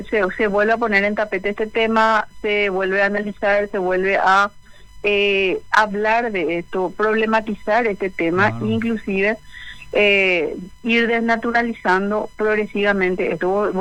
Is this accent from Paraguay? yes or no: yes; Paraguay; Estamos obligados como ciudadanos paraguayos